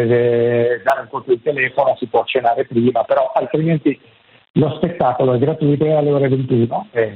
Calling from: Rescaldina, Lombardy, Italy; Io chiamo da Rescaldina

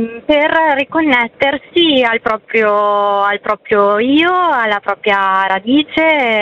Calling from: Emilia-Romagna, Italy; Siamo dalla provincia di Piacenza.

